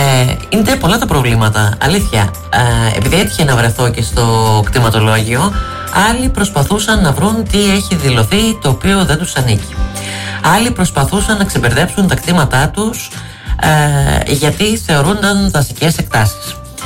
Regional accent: Greece; Ξέρω ότι είμαστε Έλληνες

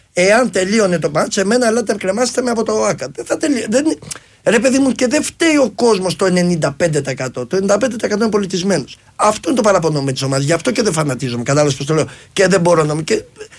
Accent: Amaliada, Western Greece, Greece; Από την Αμαλιάδα. Βασικά με την Κυλλίνη. Ψαροχώρη της Κυλλίνης.

